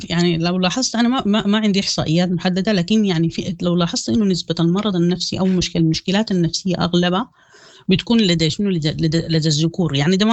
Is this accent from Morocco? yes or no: no; Sudan; حتى في التربية حقتنا احنا كسودانيين، انه مثلا انه الراجل ما بيبكي، انت راجل ما تبكي